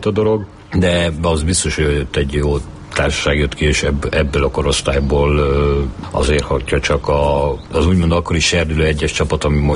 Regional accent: Bogád, Baranya, Hungary; tehát az én egy Pécs mellett egy faluban nőttem fel, Bogádon

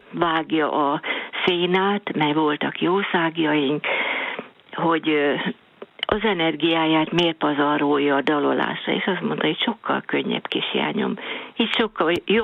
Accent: Sáp, Hajdú-Bihar, Hungary; moved away; én Sápon nőttem fel, egy kis 1000 fő körüli kis faluba, és mikor férhez mentem be, egy új faluba, nem messze, egy olyan 13-15 kilométerre van Sáptól

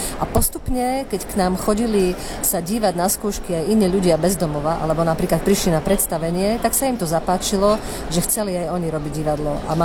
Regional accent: Košice, Košice Region, Slovakia; ja teda pochádzam zo starej košickej rodiny

